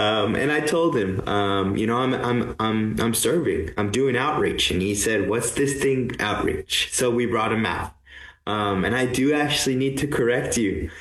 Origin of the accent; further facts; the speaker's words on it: Montana, United States; I'm originally from Montana. My parents grew up here and they moved before our the children.